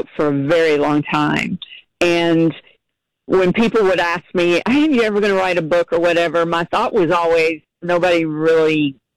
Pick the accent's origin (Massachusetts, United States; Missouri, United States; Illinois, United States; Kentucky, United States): Kentucky, United States; Campbellsville; moved away; I grew up in Taylor County, Campbellsville, and, you know, there's where my roots are.